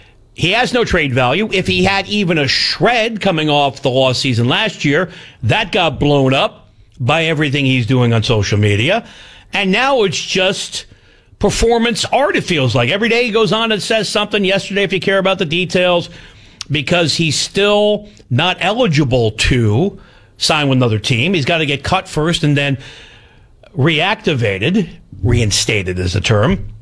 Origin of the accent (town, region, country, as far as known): New York tri-state area, United States; born or raised there